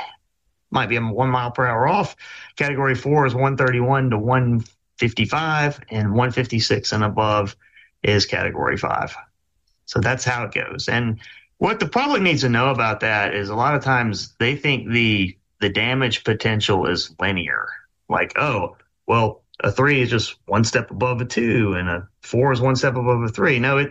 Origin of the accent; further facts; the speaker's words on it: Alabama, United States; I grew up in that in Baldwin County, never think twice about that.